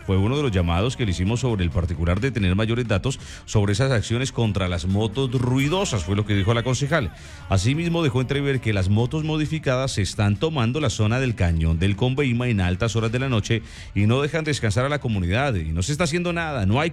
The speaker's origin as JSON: {"language": "Spanish", "region": "Tolima", "country": "Colombia", "said": "Soy tolimenses por todo"}